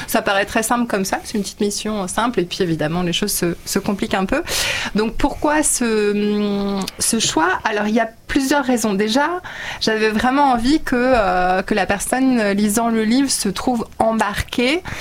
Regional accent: France; Bon, pour me situer de manière très très factuelle, donc je suis née en France de parents hongrois.

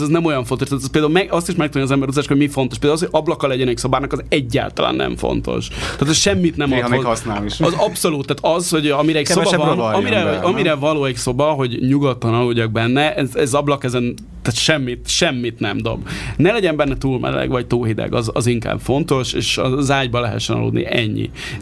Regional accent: Hungary; hogy mi az, hogy magyar. Én a ilyen helyieknek inkább azt hazudtam, hogy spanyol vagyok, mert azt akkor tudták, hogy mi.

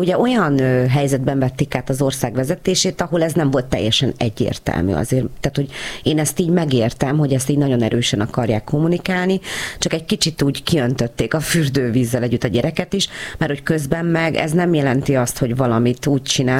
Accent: Hungary; mi magyarok vagyunk.

